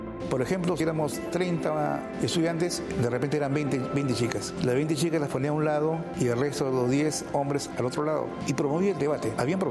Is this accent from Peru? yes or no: yes; Lima, Peru; Nací en mi casa en Lince, el 26 de agosto de 1958.